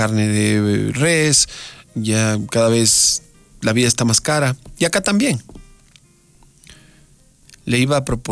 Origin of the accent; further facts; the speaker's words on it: Colombia; Yo también soy colombiano.